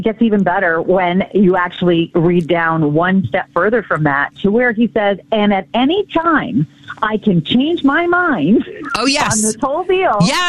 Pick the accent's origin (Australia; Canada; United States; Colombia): Canada; just because we're Canadian, we want to get our facts right.